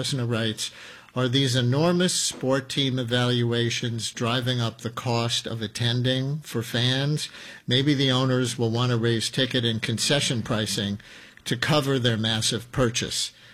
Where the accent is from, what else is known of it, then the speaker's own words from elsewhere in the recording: Queens, New York, United States; Hey, I grew up in Queens. I love the Mets.